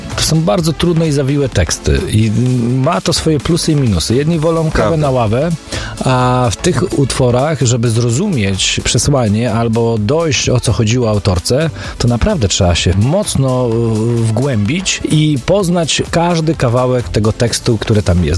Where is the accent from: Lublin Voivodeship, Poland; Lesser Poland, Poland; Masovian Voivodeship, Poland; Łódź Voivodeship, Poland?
Masovian Voivodeship, Poland; Żyrardów; moved away; Ja na przykład już nie mieszkam w Żyrardowie. To Żyrardów zawsze będzie w moim sercu, no bo tam się człowiek nauczył, tam się człowiek wychował